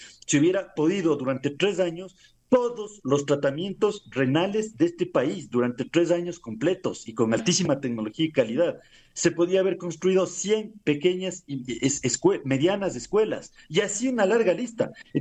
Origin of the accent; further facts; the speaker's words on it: Ecuador; Entonces, a estas alturas, como ecuatorianos, ya tenemos que preguntarnos si realmente al gobierno le interesa resolver este problema